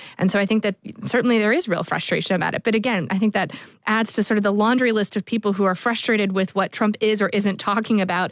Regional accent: North Carolina, United States

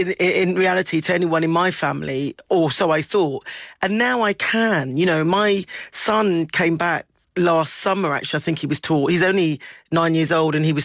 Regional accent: England, United Kingdom; born there; You know, I was born in England. The only one of my siblings that was born here.

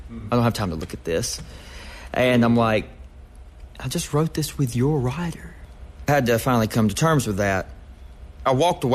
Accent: Kentucky, United States; And that's the way I grew up in Kentucky doing it

